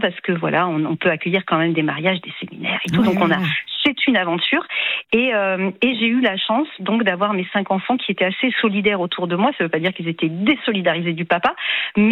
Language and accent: French; Grand Est, France; Alors, je suis vraiment originaire d'Alsace.